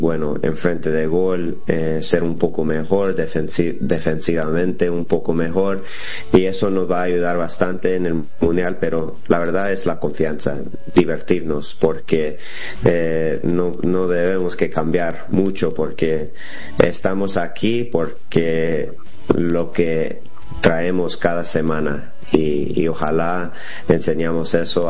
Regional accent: Los Angeles, California, United States; also born or lived in Seattle; Yo nací en Los Ángeles, me crecí ahí 18 años y me fui al colegio, a la universidad en Seattle, y ahí me quedé otros 12, 13 años ahí en Seattle.

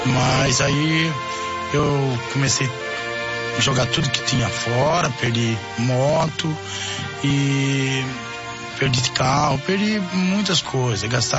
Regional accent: Itatiba, São Paulo, Brazil; sou de Itatiba, o bairro Santa Cruz, Alameda Dom Pedro II

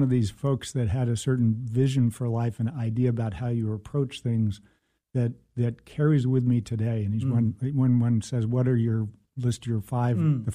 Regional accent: Dallas, Texas, United States; growing up in Dallas

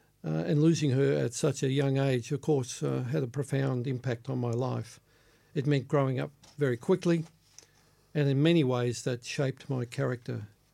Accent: Kew, Victoria, Australia; Kew was an interesting part of Melbourne at the time, seen as a rather well-to-do suburb, actually

